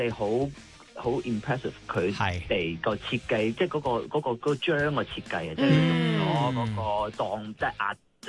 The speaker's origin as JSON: {"language": "Cantonese", "country": "Hong Kong", "said": "即係我哋香港人聽開嘅"}